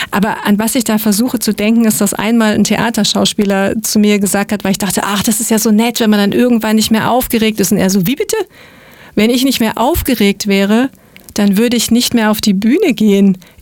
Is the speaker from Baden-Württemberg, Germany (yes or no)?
yes; Schwäbisch Hall, Baden-Württemberg, Germany; born there; moved away; ich bin gebürtige Schwäbisch-Hallerin